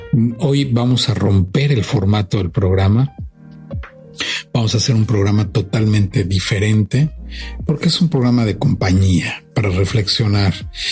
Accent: Mexico

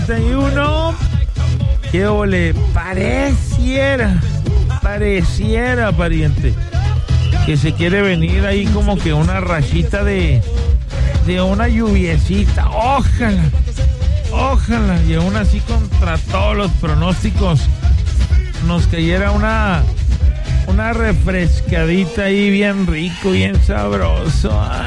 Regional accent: Mexico; como buen mexicano, como buenos mexicanos que somos

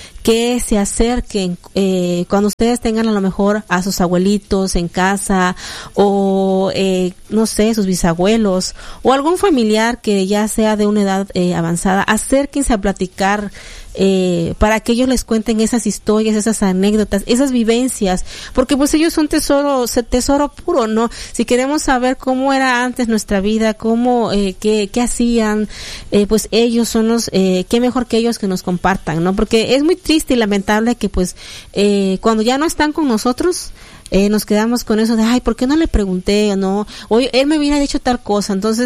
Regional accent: Mexico

